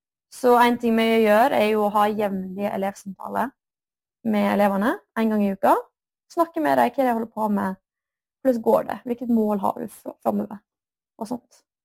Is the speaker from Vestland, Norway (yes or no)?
yes; Gaupne, Vestland, Norway; moved away as an adult; now in Bergen, Norway; Jeg kommer fra Gaupne. Og bor i Bergen. Jeg flyttet til Bergen rett etter videregående.